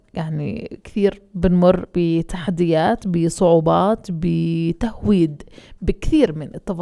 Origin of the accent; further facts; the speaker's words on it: Palestine; يعني إحنا كفلسطينيين لما إحنا بدنا نواجه خطر معين